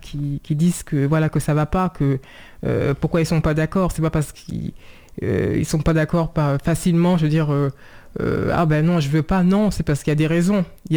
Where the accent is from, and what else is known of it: Saint-Cloud, Île-de-France, France; born there